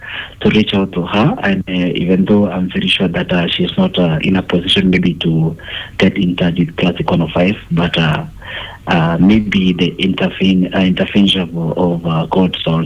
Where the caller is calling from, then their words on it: Kericho, Kericho County, Kenya; from Kericho, brother.